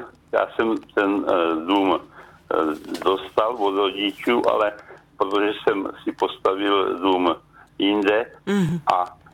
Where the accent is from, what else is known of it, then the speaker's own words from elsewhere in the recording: Loučany, Vysočina Region, Czechia; postavili dům v rodném městě na Loučanech, což je malá vesnička na Vysočině. A na to vzpomínám jako na můj rodný dům, protože já jsem tam zůstal vlastně celé moje mládí